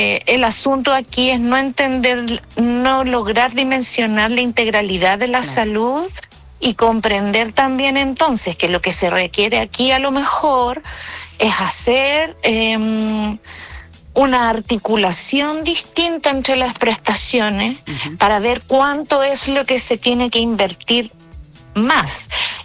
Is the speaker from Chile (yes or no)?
yes; Chile